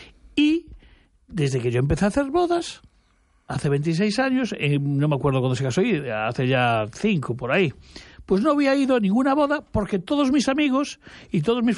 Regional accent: Guitiriz, Galicia, Spain; born there

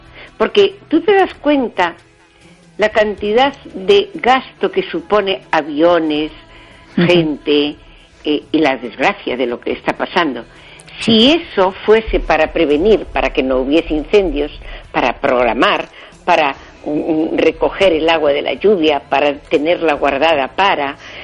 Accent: Spain; De pequeña, pero desde muy pequeña, había incendios en mi pueblo, en Freans de Deva.

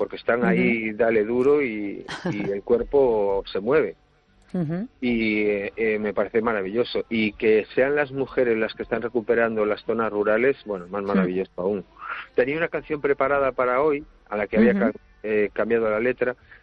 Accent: Cangas, Spain; yo soy de Cangas y tengo ese lenguaje aún de ir a sachar abeja.

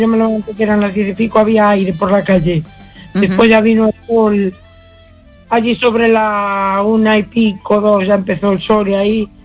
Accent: A Coruña, Galicia, Spain; also born or lived in Uruguay; yo soy uruguaya, aunque me crié en La Coruña

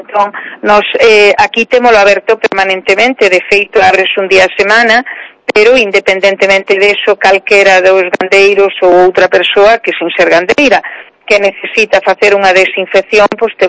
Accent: Monforte de Lemos, Galicia, Spain; eu que son de Monforte, hai xente que me dice, vamos a comer o polvo ali porque debe ser da auga que está riquísimo

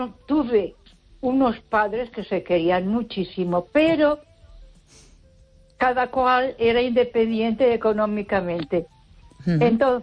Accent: Ponferrada, Castile and León, Spain; Buenas noches, Esther. … de Ponferrada.

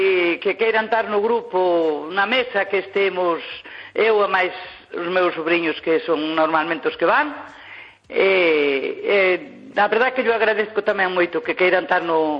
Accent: Teo, Galicia, Spain; now in Santiago de Compostela, Spain; E eu, como era da lá de Teio, pois ainda me tira algo para lá, a pesar de que levo 50 e moitos anos en Santiago

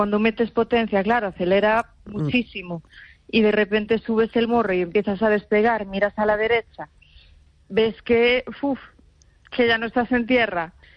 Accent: Cambados, Galicia, Spain

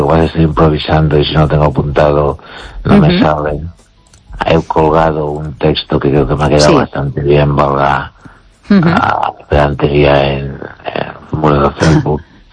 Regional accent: Galicia, Spain; Y mi pueblo está a unos 9 kilómetros 8 de Fe de Los Peares.

